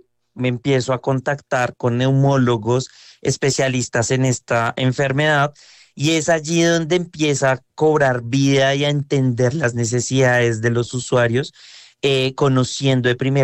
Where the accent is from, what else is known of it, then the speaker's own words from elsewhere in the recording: Colombia; pero pues como buen colombiano, recursivos e ingeniosos, desarrollamos esa tecnología desde aquí, desde Colombia